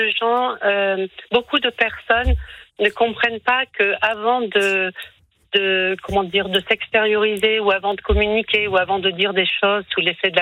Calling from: La Rochelle, Nouvelle-Aquitaine, France; J'habite à La Rochelle, oui, tout à fait.

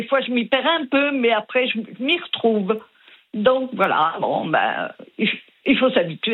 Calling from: Occitanie, France; Je suis dans l'Aude.

